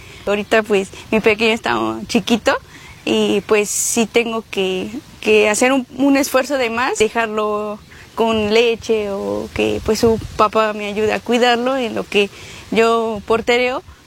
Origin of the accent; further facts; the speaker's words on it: Tulancingo, Hidalgo, Mexico; soy de aquí de Tlancingo.